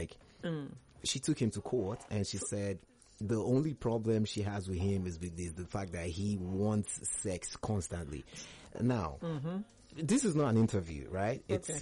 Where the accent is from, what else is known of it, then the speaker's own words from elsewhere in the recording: Anambra, Nigeria; I'm from Anambra State. I'm fair in complexion, average in height.